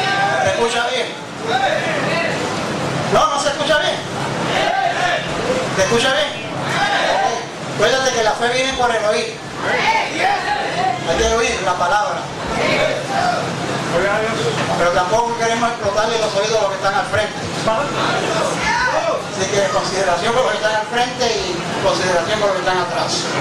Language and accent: Spanish; Puerto Rico; now in United States; nunca he ido a Puerto Rico. Somos puertorriqueños.